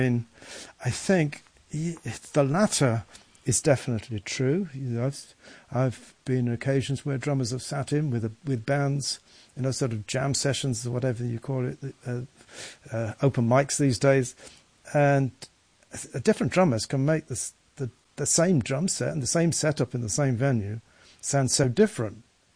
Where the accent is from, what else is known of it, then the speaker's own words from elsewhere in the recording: Birmingham, West Midlands, United Kingdom; growing up in Birmingham